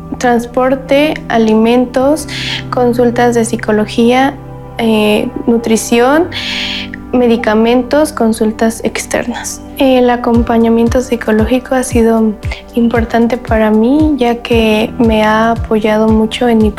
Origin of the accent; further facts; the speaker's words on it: Santa Rosa Jáuregui, Querétaro, Mexico; vengo de Santa Rosa Jáuregui, Querétaro. Mi edad es de 18 años.